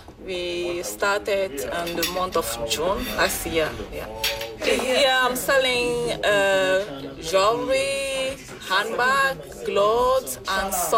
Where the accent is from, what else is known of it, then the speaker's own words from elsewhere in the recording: Cameroon; now in Canada; I'm from Cameroon, have some product from Cameroon like coffee, tea